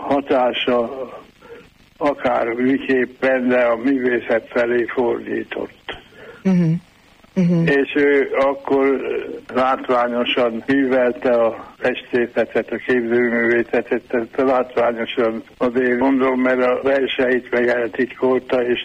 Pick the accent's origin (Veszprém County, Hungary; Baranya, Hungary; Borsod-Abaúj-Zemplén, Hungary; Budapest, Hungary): Veszprém County, Hungary; Iszkáz; born or raised there